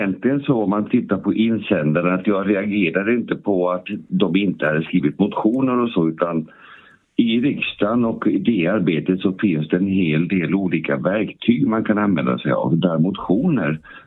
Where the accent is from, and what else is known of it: Blekinge, Sweden